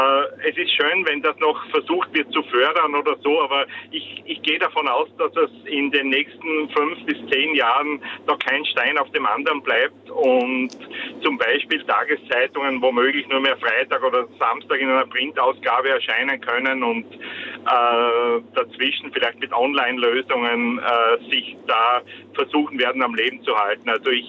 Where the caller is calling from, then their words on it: Styria, Austria; Ich bin aus der Südsteiermark, habe da 40 Jahre lang Regionalzeitung gemacht